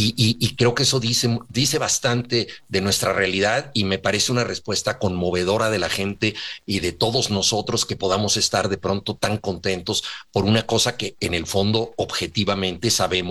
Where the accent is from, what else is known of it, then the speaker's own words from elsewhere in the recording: Mexico; yo como buen mexicano